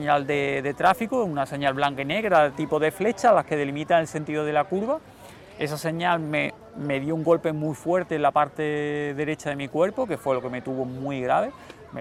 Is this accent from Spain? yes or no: yes; Bujalance, Andalusia, Spain; moved away as an adult; also born or lived in Granada; estaba en Bujalance. A partir de los 18 años yo ya me marché de Bujalance. Me marché para Granada, terminé allí los estudios de ciencias del deporte y desde entonces yo, o sea, no vivo en Bujalance. Ya me marché después de Granada para acá